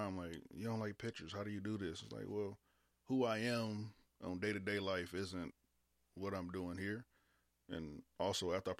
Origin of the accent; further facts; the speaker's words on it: Detroit, Michigan, United States; moved away as an adult; now in Illinois, United States; I'm originally from Michigan.